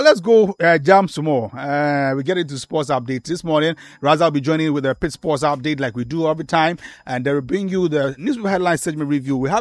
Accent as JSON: {"language": "English", "country": "Ghana", "said": "As a Ghanaian, they went back."}